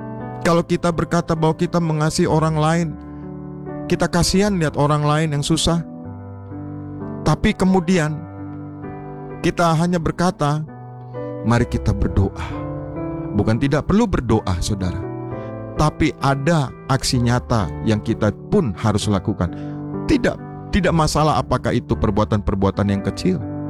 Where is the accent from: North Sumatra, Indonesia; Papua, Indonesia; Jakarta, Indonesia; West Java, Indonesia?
North Sumatra, Indonesia; Binjai; Saya ini orang Binjai, saudara. Saya SMA di SMA 1 Binjai.